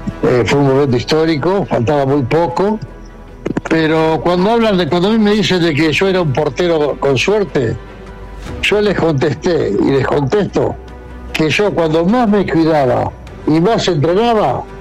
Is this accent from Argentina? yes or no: yes; Argentina; a mí como argentino me ha representado